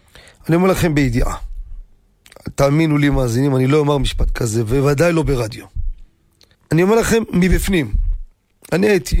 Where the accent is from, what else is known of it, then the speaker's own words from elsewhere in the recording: Jerusalem, Jerusalem District, Israel; בירושלים, אני גדלתי בירושלים. בקטמון